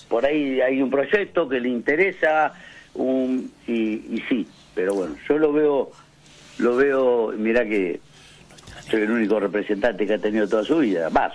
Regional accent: Argentina; viste cómo somos los argentinos

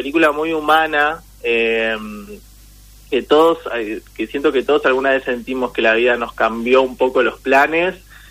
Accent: Santa Fe, Argentina; moved away; yo soy de Ciudad de Santa Fe, y acá estoy en Ciudad de Santa Fe

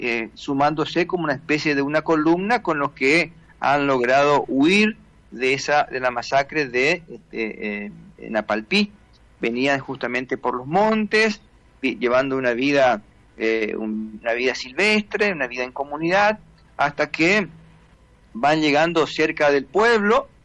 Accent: General José de San Martín, Chaco, Argentina; hasta el año 1955 mi pueblo, hoy día General José San Martín, se llamaba Colonia El Zapallar.

